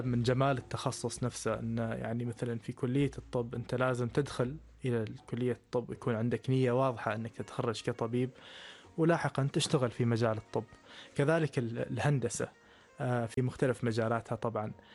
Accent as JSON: {"language": "Arabic", "town": "Muscat", "region": "Muscat Governorate", "country": "Oman", "tie": "born or raised there", "moved": "as an adult", "said": "ترعرعت طبعا في مسقط، وطبعا خضنا في شوارعها ومدارسها وشواطئها كذلك. وكوني اتنقل يعني بين مختلف الاحياء في مسقط،"}